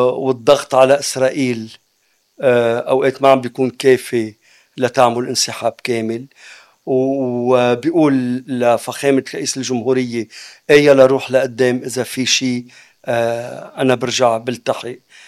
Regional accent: Lebanon; أنا كلبناني

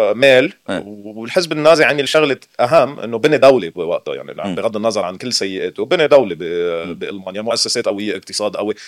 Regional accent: Lebanon; اذا ما سكروا لنا حساباتنا كلبنانيه برات لبنان.

